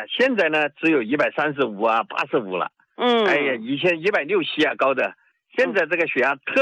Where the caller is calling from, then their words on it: Xiangyang, Hubei, China; 我是湖北襄樊的。